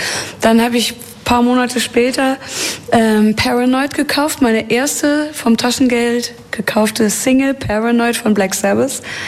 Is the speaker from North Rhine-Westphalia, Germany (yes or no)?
yes; Hagen, North Rhine-Westphalia, Germany; Und zwar war das in meiner Heimatstadt in Hagen in einem Jugendheim.